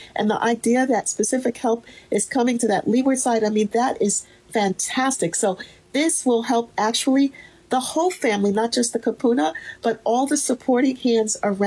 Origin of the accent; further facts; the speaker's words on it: East Coast, United States; now in Hawaii, United States; My children were born and raised here, but I'm actually from the East Coast.